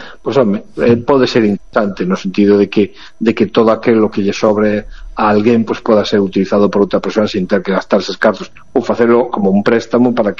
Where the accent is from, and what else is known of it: Lugo, Galicia, Spain